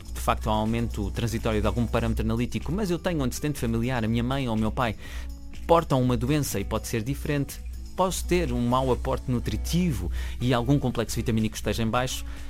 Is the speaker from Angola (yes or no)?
no; Chaves, Norte, Portugal; eu sou de uma cidade pequenininha do norte, sou de Chaves, nós somos flavientes, temos uma dieta atlântica